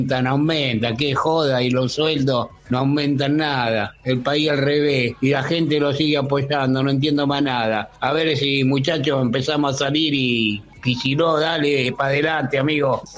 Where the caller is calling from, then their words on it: Ranelagh, Buenos Aires Province, Argentina; Buen día, Radio 750 … de Ranelas, ya los estoy escuchando como siempre.